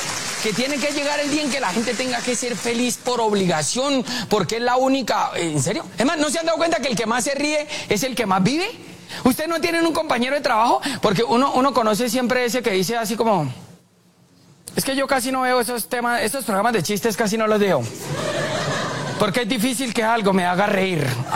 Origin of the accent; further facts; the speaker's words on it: Bucaramanga, Santander, Colombia; now in Bogotá, Colombia; en Santander, yo soy de Bucaramanga, mano, la ciudad más linda del planeta